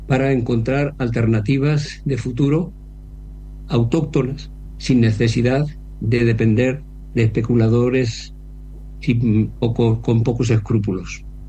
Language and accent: Spanish; Ayora, Valencian Community, Spain; los de Ayora somos tan chucarrats como los de Xàtiva